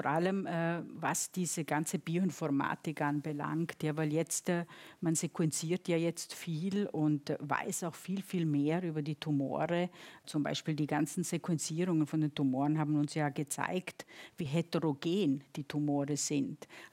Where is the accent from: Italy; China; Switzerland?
Italy; Also ich selber bin ja auch Italienerin